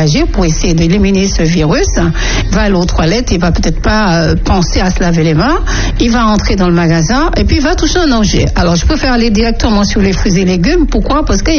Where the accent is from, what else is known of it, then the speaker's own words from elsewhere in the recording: Martinique; chez nous à la Martinique, parce que nous avons un climat qui est plutôt chaud